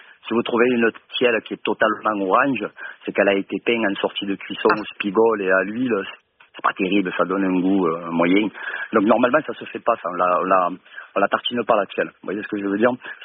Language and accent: French; Sète, Occitanie, France; comme on dit, à Sète au quartier haut. Dans la place du poufre, quoi. Chez nous, on ne dit pas poulpe, on dit le poufre.